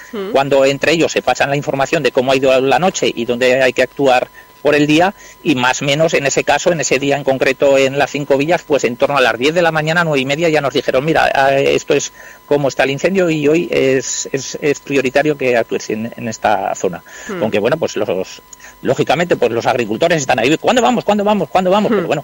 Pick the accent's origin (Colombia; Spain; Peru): Spain; Huesca, Aragon; soy de Huesca